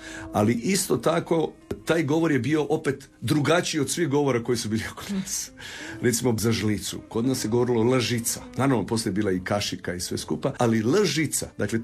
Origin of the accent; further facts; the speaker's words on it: Janjevo, Kosovo; moved away; Ja sam rođen u Janjevu i osnovnu školu sam završio u Janjevu.